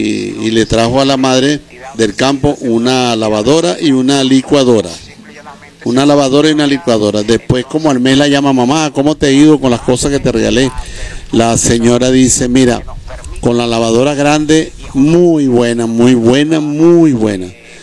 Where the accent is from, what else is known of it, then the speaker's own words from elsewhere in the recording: Guanare, Portuguesa, Venezuela; yo soy de Guanare y el paisano era de Acarigua.